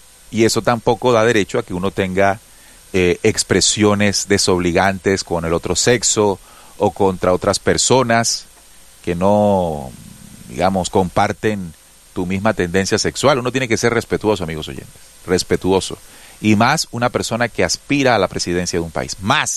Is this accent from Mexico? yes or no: no; Caribbean coast, Colombia; accent: costeño; yo soy costeño también. y seguramente yo, cuando esté con mis amigos, voy a utilizar la jerga costeña y todo el cuento.